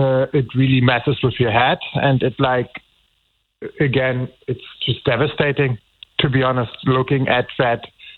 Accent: Germany; born there; English is a second language; I was born in Germany initially.

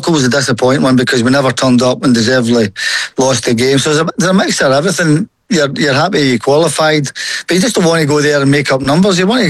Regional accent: Scotland, United Kingdom; being Scottish

